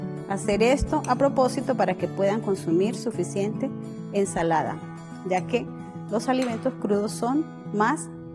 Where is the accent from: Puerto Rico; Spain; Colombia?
Colombia; also born or lived in Venezuela; Como buena colombiana, con cultura venezolana